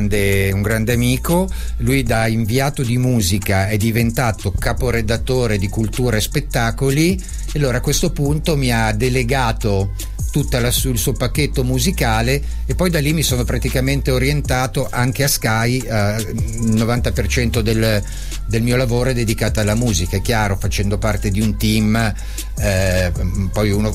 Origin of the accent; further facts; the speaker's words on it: Genoa, Liguria, Italy; born there; also born or lived in Milan; io all'inizio io sono originario di Genova come nascita, e all'inizio ho cominciato come tanti a scrivere di calcio minore